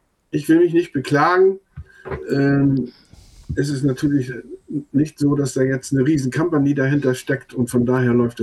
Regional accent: Northern Germany, Germany; accent: Plattdeutsch; first language Low German; German is a second language; Also, Plattdeutsch ist eigentlich meine Muttersprache

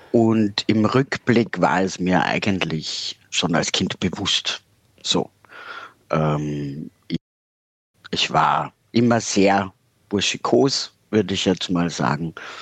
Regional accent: Lower Austria, Austria; now in Berlin, Germany; Also ich komme aus Österreich.

